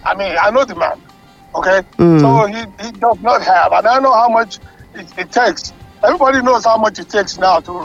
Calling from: Nigeria; I'm calling from Oliole Estate.

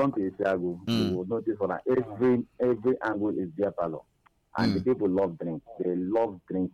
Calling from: Isiagu, Ebonyi, Nigeria; I'm calling from Isiagun, Ebonyi State.

